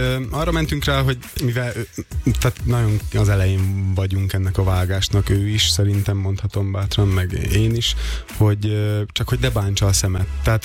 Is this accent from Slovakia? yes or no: no; Vojvodina, Serbia; vajdaságiként nem tudom soha elengedni a magyar és a szerb népzenét, tehát egy ilyen kavalkádban nőttem fel, ahol fontos volt a magyar kultúra